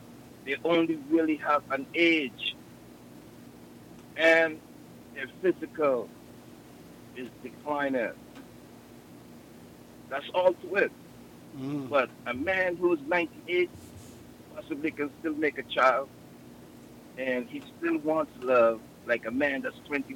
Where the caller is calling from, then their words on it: Cotton Ground, Nevis, St. Kitts & Nevis; I'm from Cotton Ground Village in Nevis.